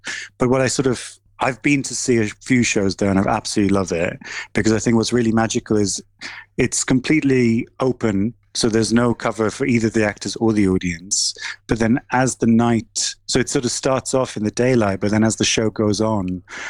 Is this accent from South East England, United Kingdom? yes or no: yes; Oxford, South East England, United Kingdom; but also I'm from Oxford